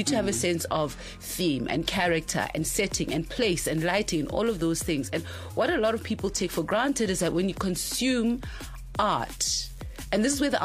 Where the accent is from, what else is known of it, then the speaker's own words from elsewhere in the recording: South Africa; No, I'm from South Africa.